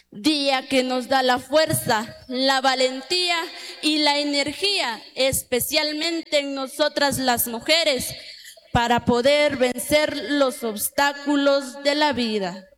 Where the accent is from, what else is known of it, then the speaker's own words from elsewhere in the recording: Guatemala; originaria del caserío San Vicente Esquipulas, Aldea Chim